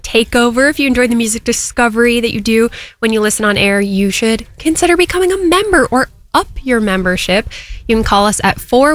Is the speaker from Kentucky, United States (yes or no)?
no; Milwaukee, Wisconsin, United States; I grew up in Milwaukee, but I get to see parts of the city that I haven't seen before